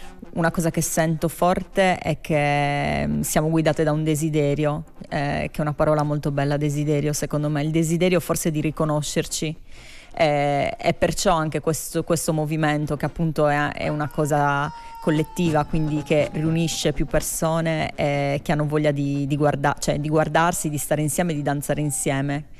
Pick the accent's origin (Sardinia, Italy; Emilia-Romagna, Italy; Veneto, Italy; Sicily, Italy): Sardinia, Italy; Iglesias; now in Cagliari, Italy; io sono cresciuta ad Iglesias, quindi sicuramente il tema della marginalità mi è molto caro.